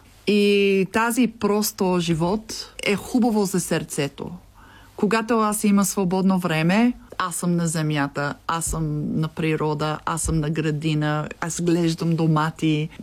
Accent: Kyustendil, Kyustendil Province, Bulgaria; now in United States; Когато хората мисли, ти си от Нью-Йорк, I'm like, не, аз съм кюстендилка. Защото 18 години, това е много дълго време. Аз не съм американка в Америка и аз не съм българка в България

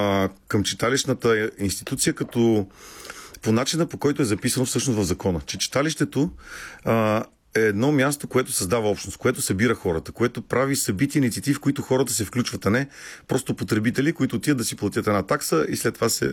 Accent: Dupnitsa, Kyustendil Province, Bulgaria

